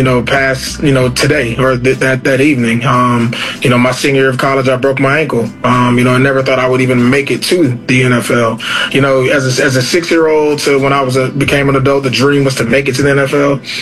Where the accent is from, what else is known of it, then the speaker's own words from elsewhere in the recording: Tallahassee, Florida, United States; Yeah, so I'm from Tallahassee, Florida, born and raised.